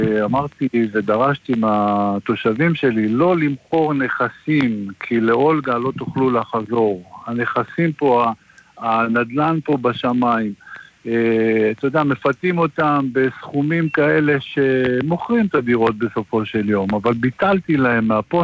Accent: Hadera, Haifa District, Israel; אנחנו, אולגה ותיקה

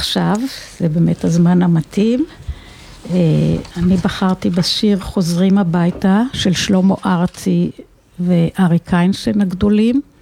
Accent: Northern District, Israel; כולנו גלילים

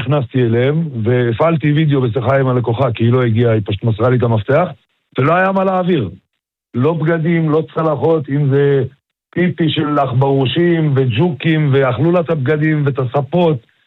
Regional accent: Marjayoun, Nabatieh Governorate, Lebanon; moved away; אני גדלתי בצד השני, נולדתי שמה.

